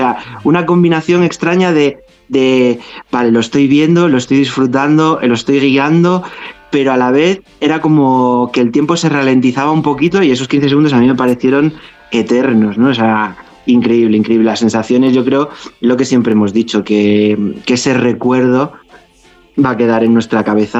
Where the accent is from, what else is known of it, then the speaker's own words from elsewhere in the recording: Galicia, Spain; now in Madrid, Spain; yo que soy gallego, de hecho, llegué ayer de Galicia